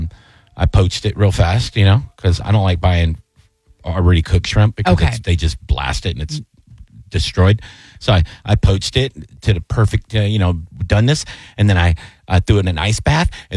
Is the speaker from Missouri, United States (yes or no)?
no; Austin, Texas, United States; I'm from Austin.